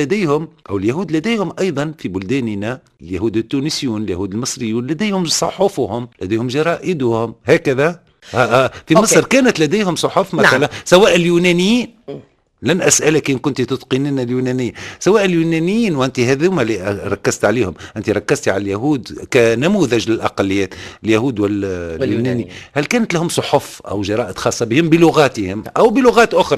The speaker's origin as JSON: {"language": "Arabic", "country": "Tunisia", "said": "عندنا في تونس"}